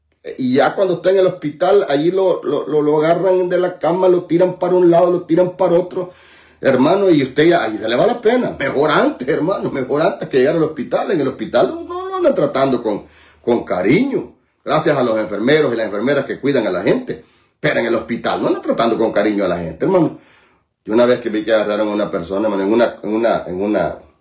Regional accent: Santa Ana, El Salvador; yo soy occidental, soy de Santa Ana

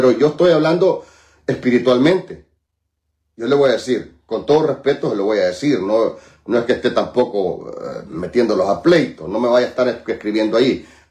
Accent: Santa Ana, El Salvador; yo soy occidental, soy de Santa Ana

